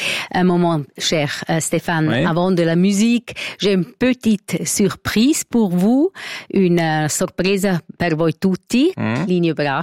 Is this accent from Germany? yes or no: no; Graubünden, Switzerland; Sono cresciuta in les montagnes, ich bin im Engadin aufgewachsen, als Bergmeitli.